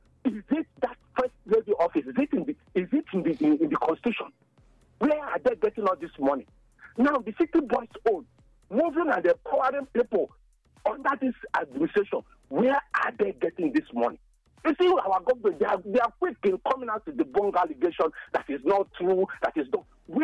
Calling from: Benin City, Edo, Nigeria; I'm calling from Benin.

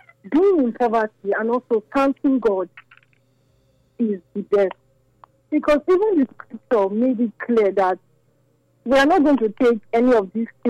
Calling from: Akure, Ondo, Nigeria; I'm calling from Adoawa.

